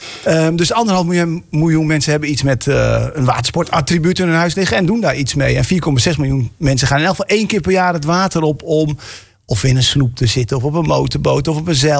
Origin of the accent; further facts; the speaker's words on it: Netherlands; Watersport is natuurlijk, dat zit in onze DNA als Nederlanders.